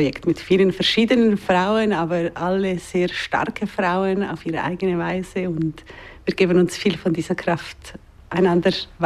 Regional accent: Solothurn, Switzerland; now in Zurich, Switzerland; aus der Schweiz, aber nicht aus dem Kanton Zürich ursprünglich. Ich bin im Kanton Solothurn aufgewachsen.

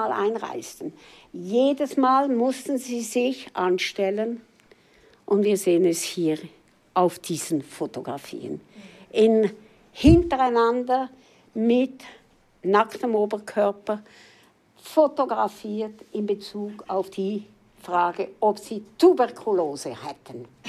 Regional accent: Visp, Valais, Switzerland; also born or lived in Brig; Ich selber bin aus dem Wallis, aus Visp und ging von 1958 bis 1960 in Brieg in die Sekundarschule, in die Klosterschule.

